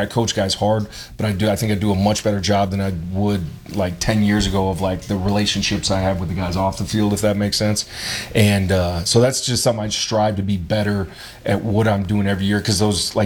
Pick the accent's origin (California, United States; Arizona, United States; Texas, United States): Arizona, United States; Phoenix; also born or lived in Flagstaff, Arizona / New Jersey / North Dakota; I'm originally born in Flagstaff, Arizona, but really grew up outside of a year or two living in New Jersey, outside of Philly. Grew up in Phoenix, Arizona, North Central Corridor.